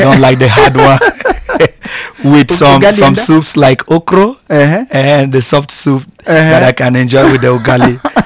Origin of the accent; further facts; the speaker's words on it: Gboko, Benue, Nigeria; I am from Gboko, Benue State, Nigeria